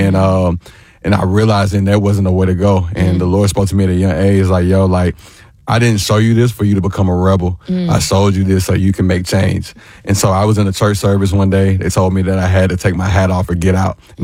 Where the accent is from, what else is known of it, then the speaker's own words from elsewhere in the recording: Huntsville, Alabama, United States; also born or lived in Decatur, Alabama; now in Atlanta, United States; I'm from Alabama, Huntsville, Decatur, yes. You know what I'm saying? 256.